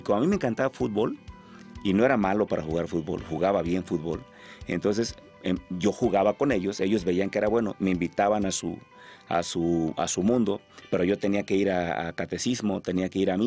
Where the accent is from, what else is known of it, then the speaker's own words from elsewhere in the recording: Acapulco, Guerrero, Mexico; soy acapulqueño, nací en Acapulco.